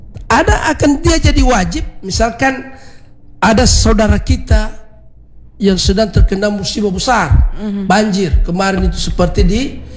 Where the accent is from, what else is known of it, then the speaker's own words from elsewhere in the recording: Ampana, Central Sulawesi, Indonesia; Ampana satu kampung saya itu.